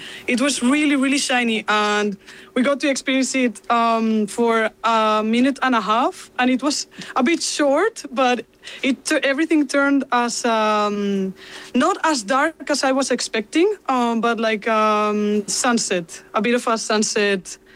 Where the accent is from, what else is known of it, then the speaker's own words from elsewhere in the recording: Viveiro, Galicia, Spain; right now we are in Ortigueira, and I come from Viveiro, which is where my grandma was from